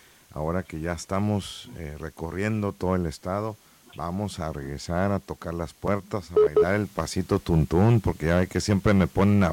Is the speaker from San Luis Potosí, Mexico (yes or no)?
no; Ensenada, Baja California, Mexico; somos de Baja California y de Ensenada